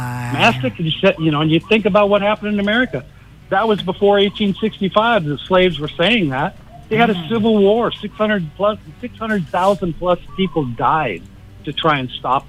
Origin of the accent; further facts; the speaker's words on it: Washington, United States; I'm a white boy in Washington, and I'm from Washington.